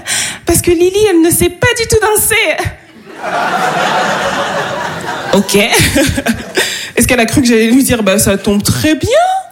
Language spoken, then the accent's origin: French; Île-de-France, France; born there